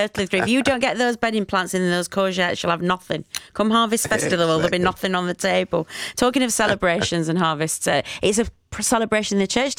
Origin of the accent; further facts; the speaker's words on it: Sheffield, Yorkshire and the Humber, United Kingdom; accent: Sheffield; I've had 2 weeks off broadcasting, so my Sheffield accent has blossomed even further.